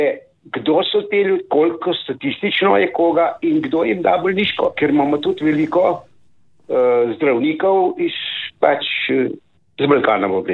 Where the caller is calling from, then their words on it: Upper Carniola, Slovenia; sem že takoj tukaj … iz Gorenske.